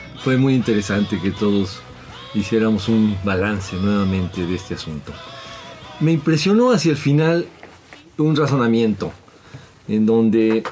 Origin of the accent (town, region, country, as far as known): Mexico